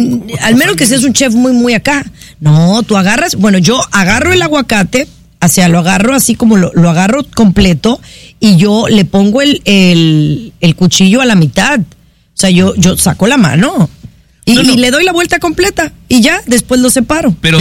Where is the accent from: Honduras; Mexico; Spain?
Mexico; yo soy mexicana